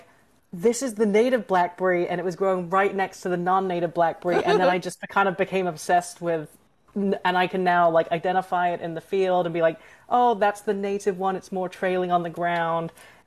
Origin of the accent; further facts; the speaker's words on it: England, United Kingdom; now in Northern California, United States; But I grew up in England